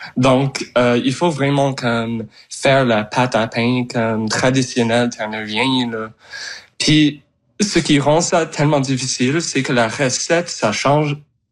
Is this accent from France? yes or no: no; Conception Bay South, Newfoundland and Labrador, Canada; Bon, moi, j'ai grandi à Conception Bay South, c'est juste à côté de St. John's.